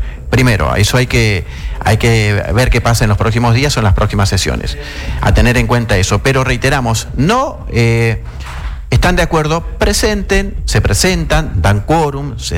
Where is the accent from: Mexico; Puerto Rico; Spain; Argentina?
Argentina; Chaco; nosotros también somos chaqueños